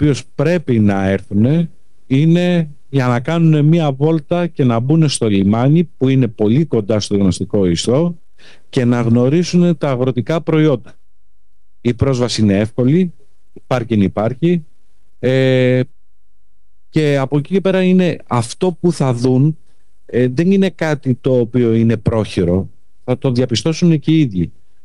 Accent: Western Greece, Greece; λόγω ότι είμαι από τη Δυτική Αχαΐα

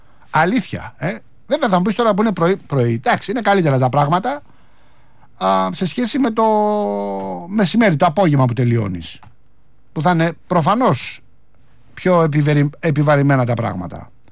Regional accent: Rafina, Attica, Greece; Ο Πάνος είναι στην πατρίδα μου, στη Ραφίνα, που είναι ακόμα σκοτεινή.

